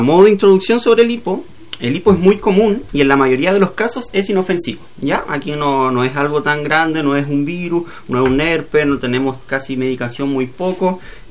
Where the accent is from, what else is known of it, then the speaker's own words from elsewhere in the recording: Maullín, Los Lagos, Chile; harta gente de Maullín lo conocía de mi pueblo.